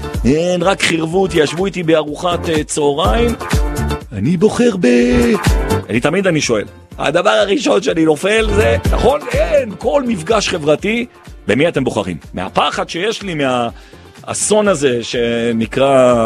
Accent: Jerusalem, Jerusalem District, Israel; אני ירושלמי.

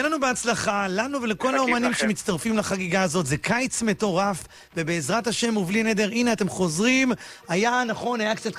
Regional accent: Bat Yam, Tel Aviv District, Israel; moved away; החזרת אותי לעיר הולדתי, העיר בת ים, העיר שאני באמת מת עליה. אמנם אני כבר הרבה זמן לא גר בה

